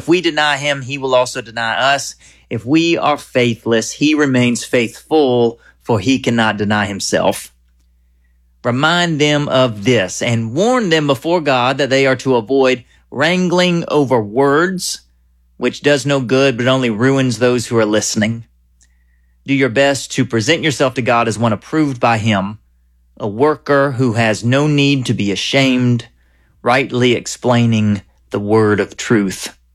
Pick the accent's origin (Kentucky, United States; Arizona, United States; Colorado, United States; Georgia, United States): Georgia, United States; In college, I took a trip to New York City. There, I told a man that I was from Georgia, and he responded, "I know."